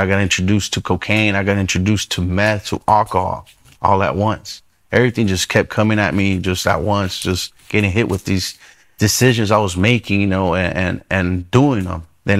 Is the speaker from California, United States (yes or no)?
yes; California, United States; also born or lived in Los Angeles, California; Growing up in the Land Empire after we moved from Los Angeles, I was about 5 years old.